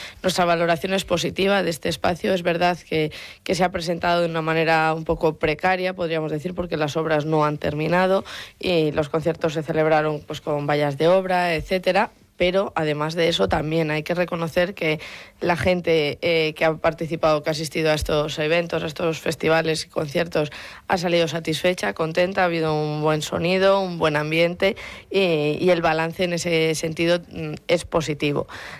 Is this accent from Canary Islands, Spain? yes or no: no; Segovia, Castile and León, Spain